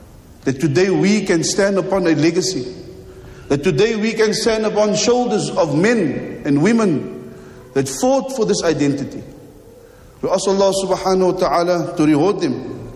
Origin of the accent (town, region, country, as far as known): Egypt; English is a second language; moved away as an adult